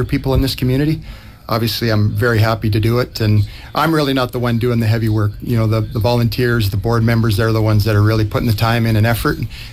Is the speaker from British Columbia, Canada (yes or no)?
yes; Cranbrook, British Columbia, Canada; moved away; I grew up here in Cranbrook.